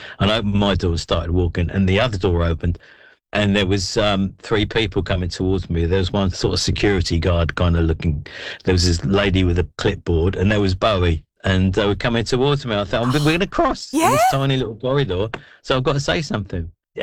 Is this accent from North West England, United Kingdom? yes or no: no; Ipswich, East of England, United Kingdom; moved away as an adult; also born or lived in Bristol; I was born in Bristol, but I moved to Ipswich when my family moved to Ipswich when I was 18 months old. So, so I lived there until about the age of 21, I think.